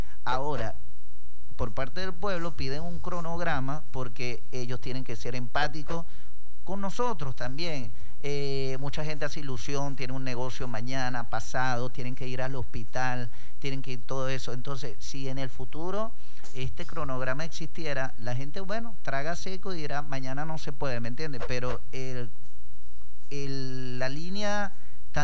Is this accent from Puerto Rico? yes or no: no; Venezuela; Vea cómo somos el venezolano de conformista y también de llevarla bien con todo el mundo.